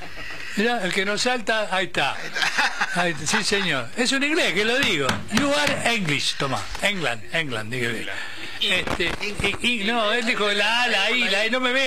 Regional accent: Buenos Aires, Argentina; para los que somos porteños

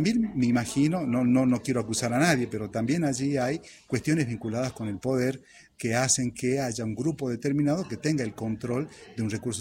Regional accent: Seville, Andalusia, Spain; conocer aspectos que forman parte de nuestra propia identidad como sevillanos, ¿no?

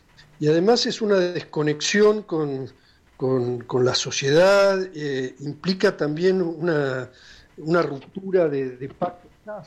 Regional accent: La Plata, Buenos Aires Province, Argentina; Yo soy de La Plata

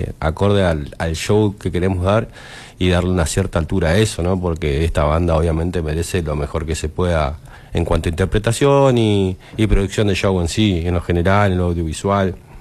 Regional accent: Neuquén, Argentina; born there; Yo vengo de afuera, pero soy de la provincia, ¿no? Soy nacido en Neuquén. Pero estamos acá nomás.

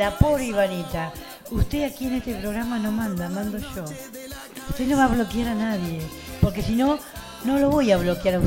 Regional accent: Tandil, Buenos Aires Province, Argentina; born there; also born or lived in María Ignacia Vela, Buenos Aires; yo me vine chiquita de Vela. Nací, estuve hasta los 5 años, después me vine a Tandil. Y de acá no me moví más.

